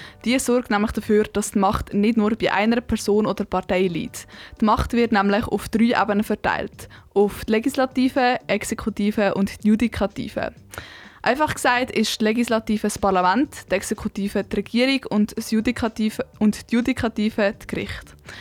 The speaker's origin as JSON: {"language": "German", "country": "Switzerland"}